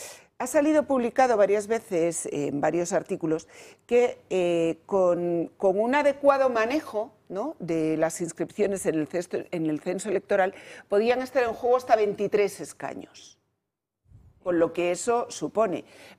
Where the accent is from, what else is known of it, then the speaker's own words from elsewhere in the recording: Spain; yo soy española porque soy hija de españoles, vivo en España, quiero ser española